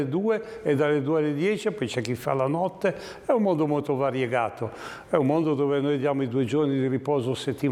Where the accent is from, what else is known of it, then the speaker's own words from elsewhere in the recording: Arenzano, Liguria, Italy; io sono di Arenzano e noi abbiamo tanta gente che arriva da Genova